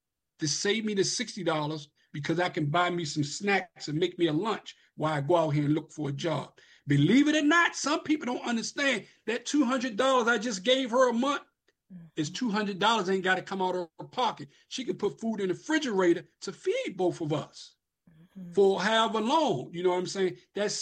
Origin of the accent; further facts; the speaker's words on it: Washington, District of Columbia, United States; I grew up in Eastgate on Benner Road, you know, 5017 Drake Place.